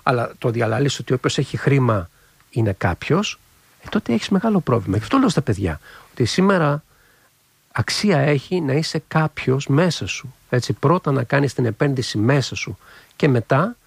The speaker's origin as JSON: {"language": "Greek", "country": "Greece", "said": "παίρνουν καμιά φορά συνέντευξη, ας πούμε, και το ραδιόφωνο, η τηλεόραση, τη τοπική, ας πούμε, να μιλήσω σαν Έλληνας και αυτά, και λέω."}